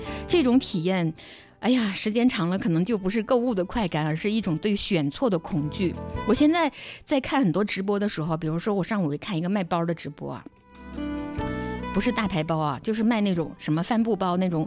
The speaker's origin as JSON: {"language": "Chinese", "country": "China", "said": "我们中国人"}